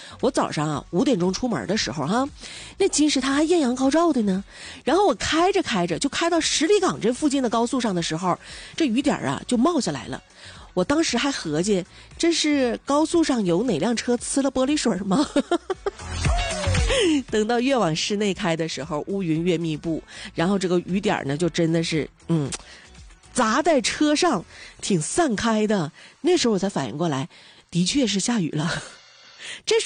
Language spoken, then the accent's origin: Chinese; Dalian, Liaoning, China; 是啊，必须是啊，小子前就在大连出生的，但是我籍贯上写的是山东老家，然后长大了以后，我爸我妈还带我回了一趟山东老家。